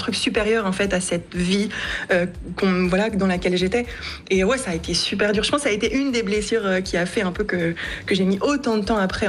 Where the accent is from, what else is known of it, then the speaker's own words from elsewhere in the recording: Morocco; j'ai commencé à vraiment dire, je suis marocaine.